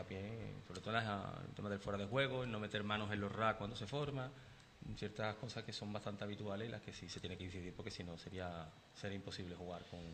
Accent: Cádiz, Andalusia, Spain; born there; moved away as an adult; now in Sanlúcar de Barrameda, Spain; Yo soy de Cádiz, de Antonio López.

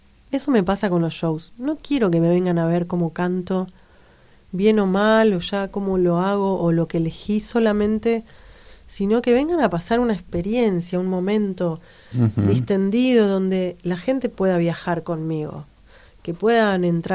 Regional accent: Córdoba, Argentina; born there; mi papá es de Salta, mi mamá de Córdoba, yo nací en Córdoba, tenemos parientes por todo el país

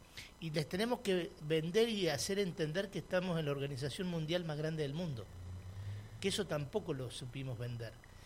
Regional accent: Puan, Buenos Aires Province, Argentina; Nosotros en mi pueblo, en Puan, tenemos, por ejemplo, un hogar geriátrico

